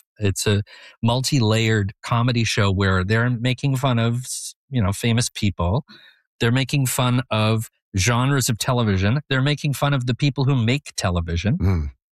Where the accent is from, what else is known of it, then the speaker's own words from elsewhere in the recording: Canada; as a Canadian who, you know, loved Marshall McLuhan